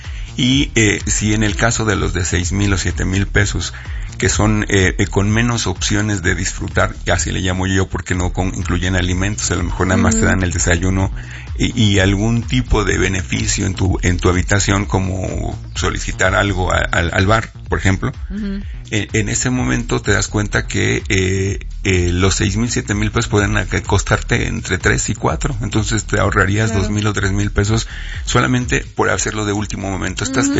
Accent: Mexico; somos estos mexicanos

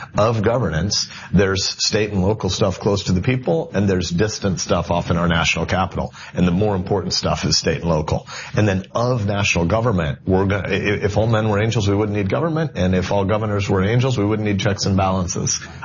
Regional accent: Fremont, Nebraska, United States; also born or lived in Plainview; I was born in Plainview on the Nebraska-South Dakota border, but I lived in Fremont from age 2 on, and our home now is a mile from where I grew up.

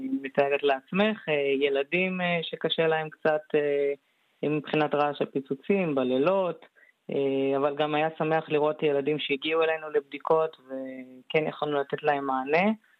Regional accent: Central District, Israel; also born or lived in Haifa; אני מאזור המרכז

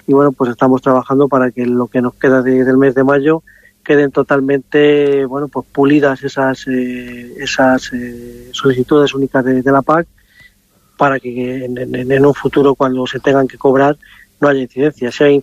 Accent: Castile and León, Spain; aquí estamos en mi pueblo, Sila Bajos.

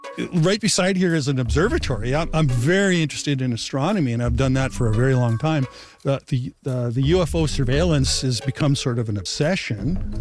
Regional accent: Winnipeg, Manitoba, Canada; now in Gimli, Canada; I'm from Winnipeg. My wife is originally from Toronto, and we've retired to Gimli, so that says it all.

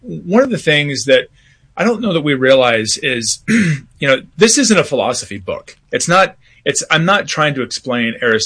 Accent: Columbus, Ohio, United States; Yeah, so I grew up in Columbus, Ohio. I was in Columbus until I went to Ohio University down in Athens, Ohio.

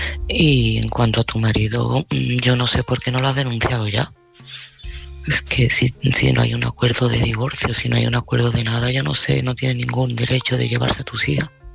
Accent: Seville, Andalusia, Spain; de Sevilla y este mensaje va para Ana.

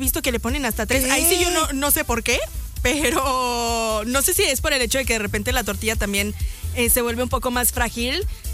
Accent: Mexico; nosotros como mexicanos

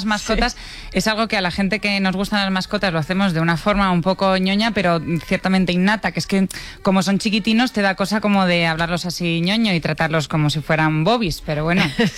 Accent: Spain; Bueno, los españoles somos muy españoles y muy de tener mascotas.

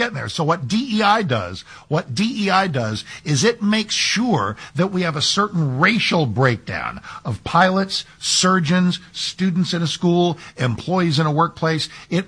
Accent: Texas, United States; born there; I'm 68. And when I was born in Texas in November 1957

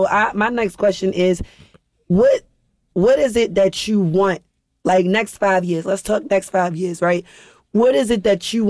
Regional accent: Baltimore, Maryland, United States; You see how Baltimore, you see how we talk

